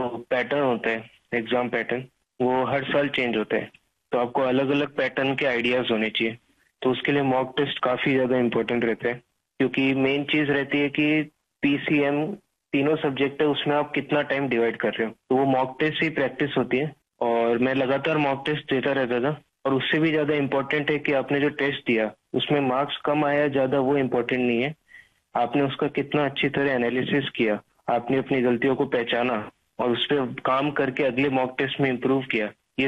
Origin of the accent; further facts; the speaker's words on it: Pipar City, Rajasthan, India; also born or lived in Kota; Pipar city Jodhpur का रहने वाला हूँ। मैंने अपनी तैयारी कोटा से की है, जहाँ मैं 10th क्लास में आया था।